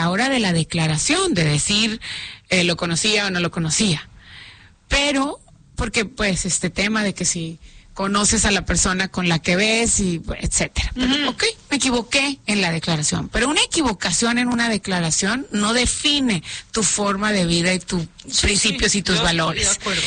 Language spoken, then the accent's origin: Spanish; Monterrey, Nuevo León, Mexico; nosotros, como cualquier regio